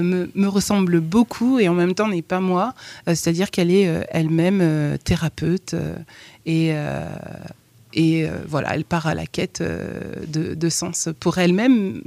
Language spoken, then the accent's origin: French; Bourges, Centre-Val de Loire, France; born there; also born or lived in Kinshasa, Congo / Tours; Et j'ai grandi à Tours, j'ai fait toute ma scolarité à Bourges, dans le Cher. Ensuite, je suis venue à Tours, donc je connais très bien la ville de Tours. J'y ai vécu 10 années